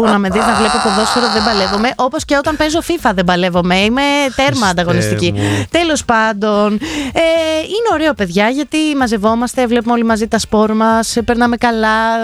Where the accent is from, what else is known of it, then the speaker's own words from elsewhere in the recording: Piraeus, Attica, Greece; Εγώ μεγάλωσα δίπλα στο Καραϊσκάκι και δεν είμαι Ολυμπιακός.